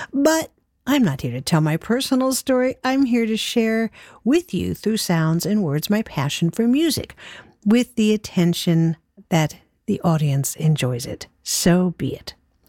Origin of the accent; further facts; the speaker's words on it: Cuba; also born or lived in Netherlands; now in United States; I was born and raised on the Caribbean island called Cuba, but by some stroke of chance ended up many years ago in the Netherlands and later in the United States, where I currently reside.